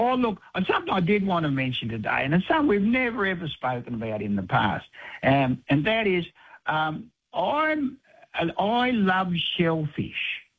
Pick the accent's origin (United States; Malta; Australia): Australia; Tweed Heads, New South Wales; I remember when I grew up years ago in Tweed Heads, we always had this big pot on the wooden stove, and in it we had pippies.